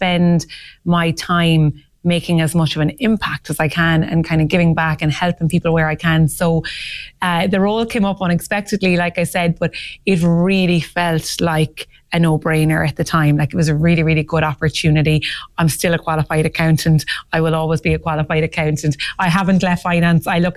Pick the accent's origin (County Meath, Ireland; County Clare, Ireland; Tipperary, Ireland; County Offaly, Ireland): County Clare, Ireland; moved away; I'm from Clare originally